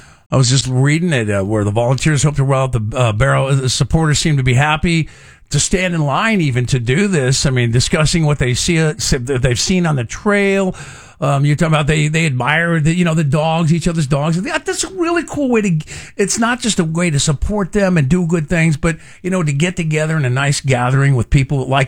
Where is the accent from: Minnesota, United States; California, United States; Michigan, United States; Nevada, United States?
California, United States; Elk Grove; Now, if you're in my hometown of Elk Grove